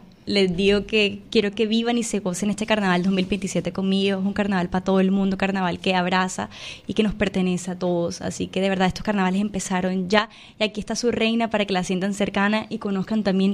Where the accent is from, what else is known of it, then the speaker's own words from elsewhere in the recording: Barranquilla, Atlántico, Colombia; como colombianos, como barranquilleros, ver desde otra perspectiva sus necesidades